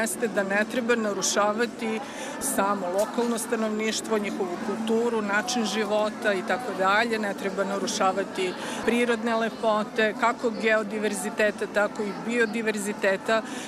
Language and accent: Serbian; Golubac, Southern and Eastern Serbia, Serbia; born there; Ja sam rođena u Golubcu i posle sam na školovanje došla u Beograd